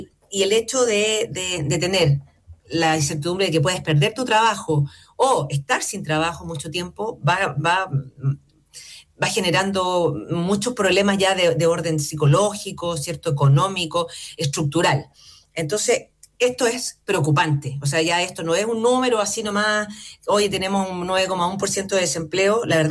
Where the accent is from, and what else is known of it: Chile